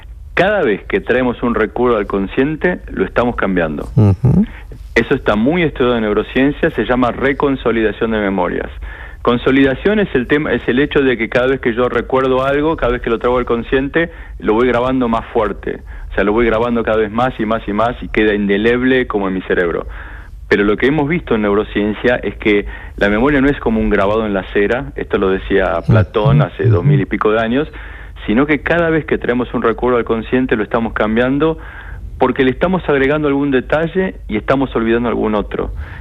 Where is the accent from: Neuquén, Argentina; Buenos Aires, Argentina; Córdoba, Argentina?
Buenos Aires, Argentina; moved away as an adult; also born or lived in Germany / United States; now in Barcelona, Spain; soy el chico que creció en Buenos Aires, el estudiante que estudió física en exactas y que después se fue a Alemania a hacer un doctorado y que después estuvo en Estados Unidos.